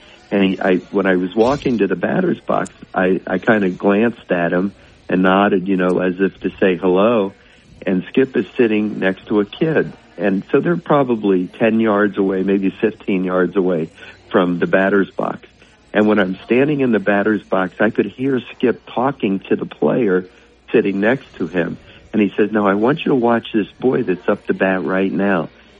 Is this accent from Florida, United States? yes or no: yes; Miami, Florida, United States; when I grew up in Miami, we had a batting cage in our backyard.